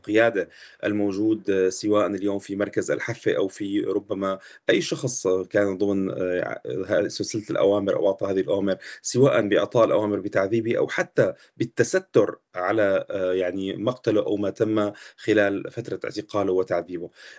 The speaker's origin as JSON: {"language": "Arabic", "country": "Syria", "said": "نحن نتحدث كسوريين عانوا من ذاكرة يعني صعبة فيما يتعلق كشعب سوري طبعا بالسجون"}